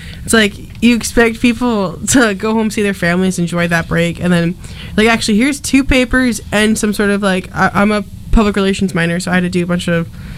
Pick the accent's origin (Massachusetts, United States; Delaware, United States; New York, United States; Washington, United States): New York, United States; New York City; I'm from New York City, where your neighbor is in your backyard